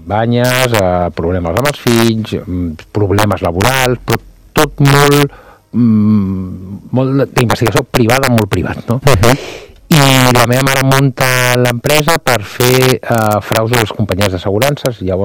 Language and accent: Catalan; Barcelona, Catalonia, Spain; vinc d'una família de classe mitja alta de la ciutat de Barcelona, molt clàssica i molt típica, no?